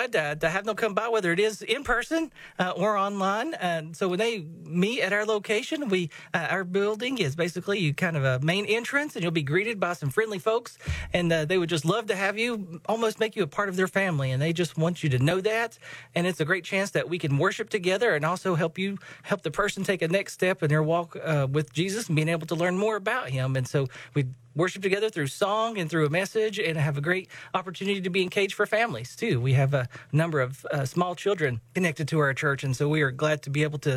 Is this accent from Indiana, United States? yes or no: no; Sullivan County, Tennessee, United States; moved away as an adult; I grew up here in Northeast Tennessee, in Sullivan County, Carter County area, and had a great chance to be able to meet a lot of people and have friends and family in the area.